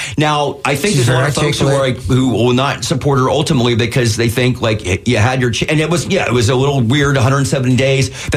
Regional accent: California, United States; And by the way, you know, California, my home state

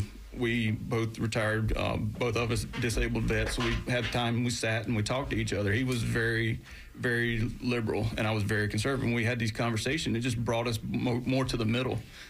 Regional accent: Georgia, United States; moved away as an adult; now in Florida, United States; I grew up in South Georgia, about 30 minutes north of Tallahassee.

